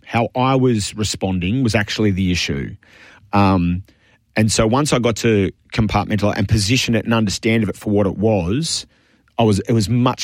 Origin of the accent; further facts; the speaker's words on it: Canberra, Australian Capital Territory, Australia; I didn't grow up in Melbourne. I was born and raised in Canberra